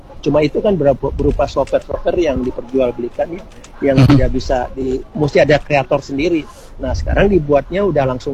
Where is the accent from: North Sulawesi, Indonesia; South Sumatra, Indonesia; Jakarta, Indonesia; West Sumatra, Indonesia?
North Sulawesi, Indonesia; Manado; Iya, betul, kita dari Manado.